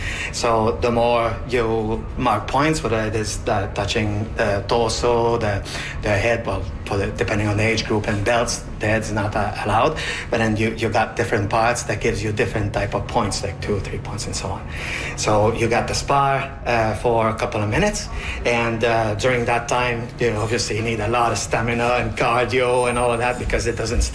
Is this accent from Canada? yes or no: yes; Quebec, Canada; moved away as an adult; now in Nunavut, Canada; We're originally from Quebec. We live in Nunavut now for several years.